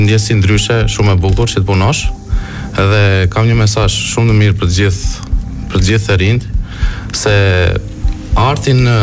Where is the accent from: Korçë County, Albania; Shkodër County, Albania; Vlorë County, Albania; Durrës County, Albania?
Korçë County, Albania; born there; moved away as an adult; now in Tirana, Albania; Po, unë jam me origjinë nga Devolli.